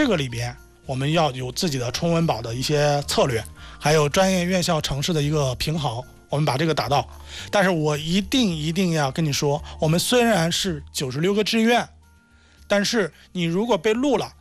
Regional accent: Hebei, China; 我是河北人，所以就偏北京的啊，

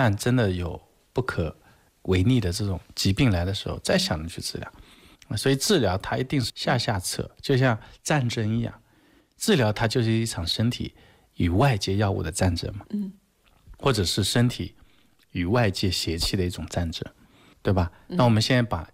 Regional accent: China; 我们中国人

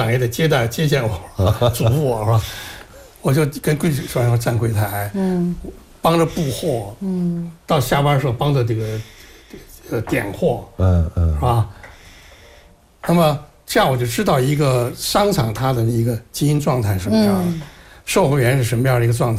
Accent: Beijing, China; 我当时就是8岁随父母来住在这个海关总署大院宿舍大院，是很大的四合院，我有这个胡同四合院的这个生活积累和记忆

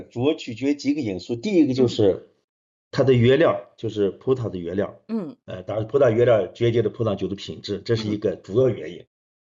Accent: China

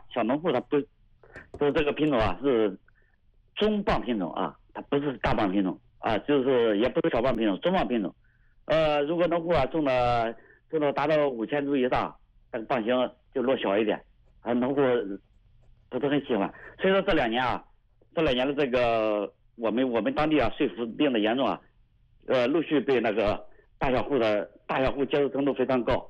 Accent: Bozhou, Anhui, China; 我来自亳州市利辛县。

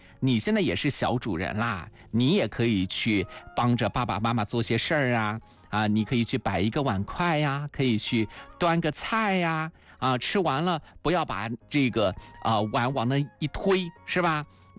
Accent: China

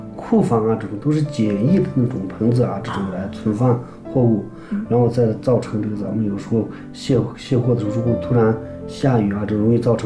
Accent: Tibet, China; born there; 然后想当初我也是选择这个专业建设咱们的家乡，

